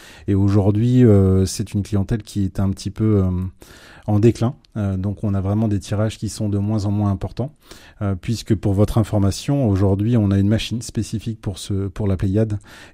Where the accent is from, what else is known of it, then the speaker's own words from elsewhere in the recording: Hauts-de-France, France; moved away as an adult; now in Alençon, France; Je pense que je viens de l'Oise. Le week-end, ma maison est sur Amiens, mais je découvre l'Orne semaine après semaine depuis 7 mois.